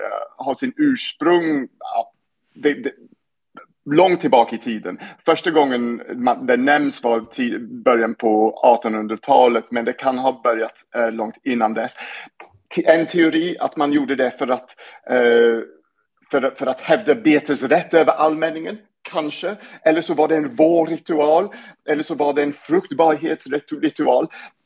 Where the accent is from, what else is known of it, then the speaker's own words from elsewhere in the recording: East Midlands, United Kingdom; moved away; jag kommer från ett grevskap som har en egen ost och den är Lincolnshire Poacher.